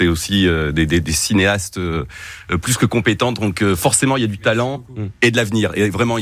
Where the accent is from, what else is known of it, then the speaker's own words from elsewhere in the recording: Cannes, Provence-Alpes-Côte d'Azur, France; parce qu'on est de Cannes et vous n'imaginez pas à quel point on est proche puisqu'on est à un étage de différence.